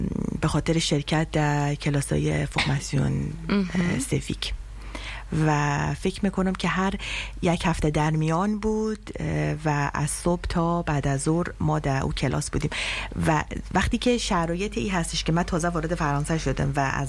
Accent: Iran; moved away as an adult; now in France; کلا ما در ایران در دنیا آمدیم و بزرگ شدیم،

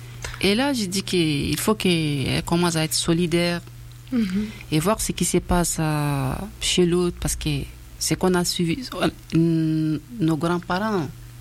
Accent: Chad; moved away; quand je parle du Tchad, parce que c'est là où j'étais née, là où j'ai grandi, je connais plus le Tchad que n'importe où.

